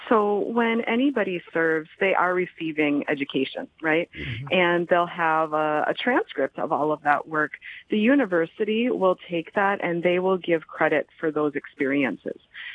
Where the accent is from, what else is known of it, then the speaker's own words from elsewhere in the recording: Bemidji, Minnesota, United States; also born or lived in Arizona; I was born and raised in Bemidji, and my husband and I were down in Arizona for a few years before we decided we really needed to come up to the Midwest and be able to raise our family here.